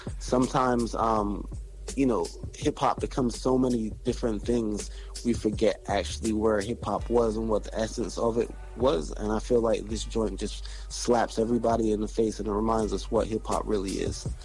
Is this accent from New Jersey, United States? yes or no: yes; New Jersey, United States; also born or lived in England; Yeah, I was born in England by way of Jamaican parents, but I was raised and represent New Jersey. Whenever I get on stage, I have to say I represent New Jersey, the East Coast hip-hop.